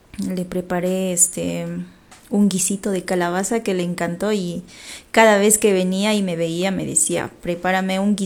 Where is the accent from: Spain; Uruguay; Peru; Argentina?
Peru; Estrella, Cusco; moved away; Fuimos a mi natal, y yo soy natural de Estrella, de Yanatile.